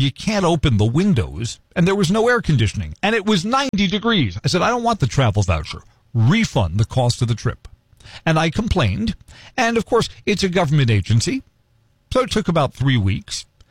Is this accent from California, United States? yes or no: no; Wausau, Wisconsin, United States; and I'm from Wausau.